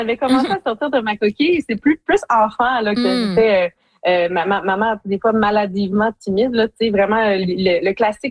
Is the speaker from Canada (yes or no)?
yes; Hearst, Ontario, Canada; Et je viens de Hearst, dans le nord de l'Ontario, mais j'ai de la famille qui est à Geraldton, qui est à Long-Lac, qui est dans ces différentes régions-là.